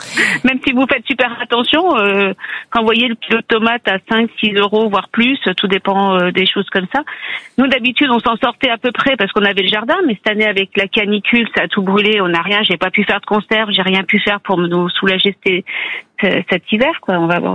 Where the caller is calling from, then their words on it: Chambéry, Auvergne-Rhône-Alpes, France; De Chambéry, en Savoie.